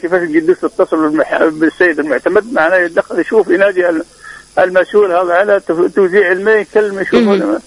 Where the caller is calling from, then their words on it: Ben Gardane, Medenine, Tunisia; من بن خداش.